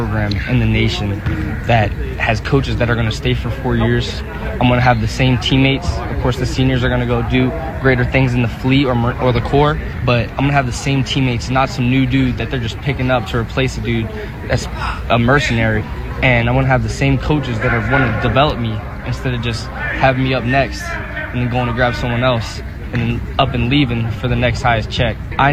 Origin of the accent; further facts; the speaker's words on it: Glen Burnie, Maryland, United States; I thought about the service academies, knew nothing about it growing up in Glen Burnie.